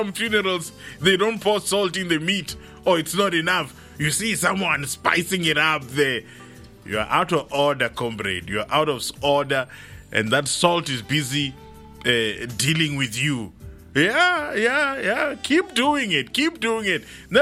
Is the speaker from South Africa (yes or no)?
yes; South Africa